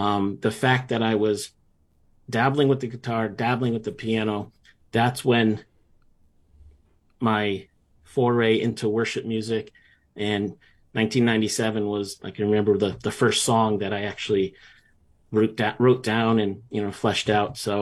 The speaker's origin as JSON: {"language": "English", "town": "North Branford", "region": "Connecticut", "country": "United States", "tie": "born or raised there", "said": "I grew up in North Branford, which is in New Haven County on the shoreline in Connecticut. We spent a lot of time in New England. We had family in Massachusetts and the Northeast."}